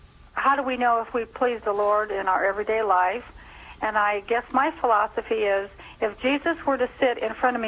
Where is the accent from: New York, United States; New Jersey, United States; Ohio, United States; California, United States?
Ohio, United States; I'm from Ohio.